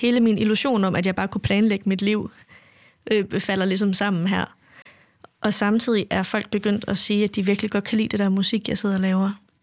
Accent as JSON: {"language": "Danish", "region": "Central Denmark Region", "country": "Denmark", "said": "Ja. Ja, en lille bitte landsby i Vestjyll"}